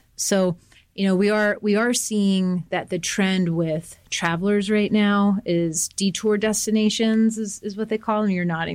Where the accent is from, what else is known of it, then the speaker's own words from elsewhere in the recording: Lewistown, Pennsylvania, United States; I'm from Lewistown. You know, you go to Mifflin County, you go to Juniata County, and there's still drive-in theaters